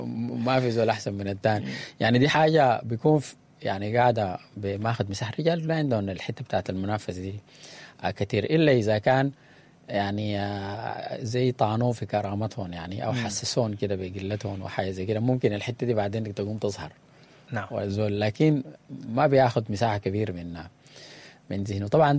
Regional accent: Sudan; إحنا كشعب سوداني

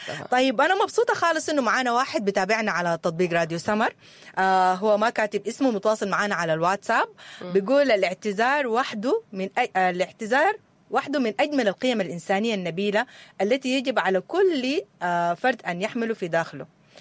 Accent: Sudan

